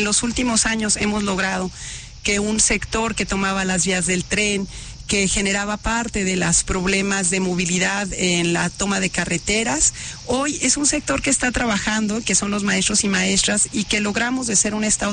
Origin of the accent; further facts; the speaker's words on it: Uruapan, Michoacán, Mexico; el sector productivo, que conozco muy bien, yo soy de Uruapan, agroindustrial y además minero